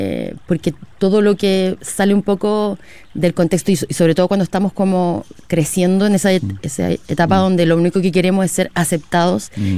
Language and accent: Spanish; Calbuco, Los Lagos, Chile; moved away as an adult; also born or lived in Puerto Varas; now in Santiago, Chile; nací en Puerto Vara, estuve 2 días ahí, cesárea. Y después viví en Calbuco toda mi vida, hasta los 19, 20 que me vine a vivir a Santiago.